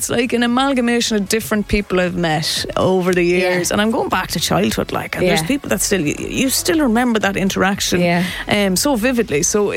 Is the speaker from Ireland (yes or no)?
yes; Ireland; I'm from Meath, and there's kind of an accent because I grew up on the border of Cavan and Louth, the Monaghan.